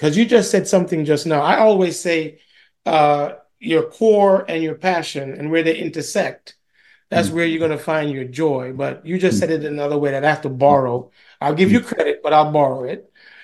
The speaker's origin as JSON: {"language": "English", "country": "Jamaica", "said": "I'm from Jamaica and I'm old fashioned."}